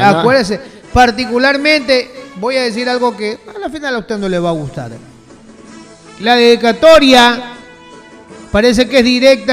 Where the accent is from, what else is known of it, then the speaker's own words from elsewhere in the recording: Ecuador; Y como lamentablemente el Estado ha abandonado a sus protegidos, que somos los ecuatorianos